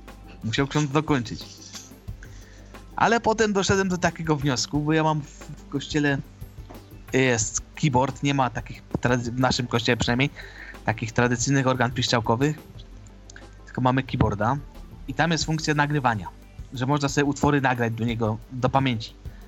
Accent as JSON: {"language": "Polish", "region": "Silesian Voivodeship", "country": "Poland", "said": "U nas na Śląsku"}